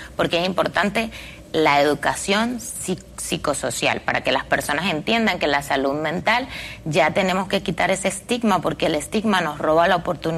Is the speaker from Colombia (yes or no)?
no; Venezuela; now in United States; Sí, yo soy venezolana y me gradué en Venezuela, pero para la gloria de Dios, también estudié una maestría en trabajo social y mi título en Venezuela lo revalidaron aquí en los Estados Unidos